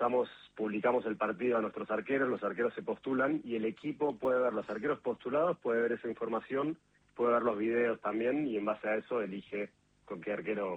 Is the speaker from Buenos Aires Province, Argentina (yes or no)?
yes; Pilar, Buenos Aires Province, Argentina; De Buenos Aires, soy un Pilar